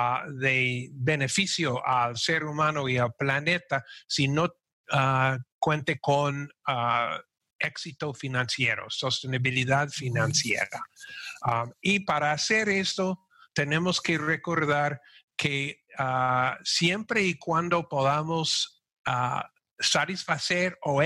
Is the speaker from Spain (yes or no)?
no; Costa Rica; viviendo en Costa Rica y siendo un tico.